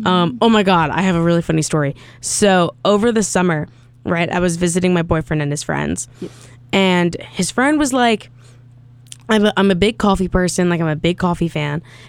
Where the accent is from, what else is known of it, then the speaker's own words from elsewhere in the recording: New Jersey, United States; Well, I'm from New Jersey.